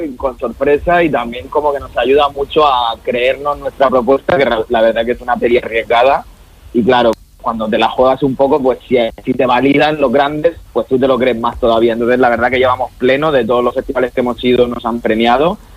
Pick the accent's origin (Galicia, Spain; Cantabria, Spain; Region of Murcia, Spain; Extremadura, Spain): Region of Murcia, Spain; yo soy también de Murcia